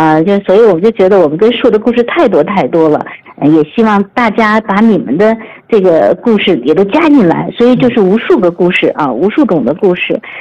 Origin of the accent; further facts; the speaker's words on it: China; 知道我们是中国人